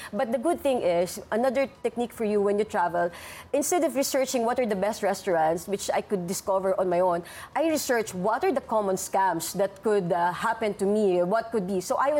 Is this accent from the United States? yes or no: no; Philippines; I'm Filipino.